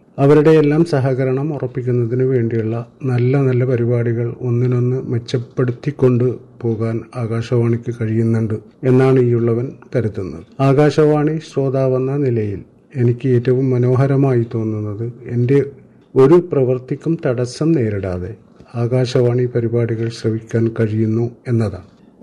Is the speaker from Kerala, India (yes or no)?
no; Kalpeni, Lakshadweep, India; ഞാൻ കൽപ്പിനി സ്വദേശി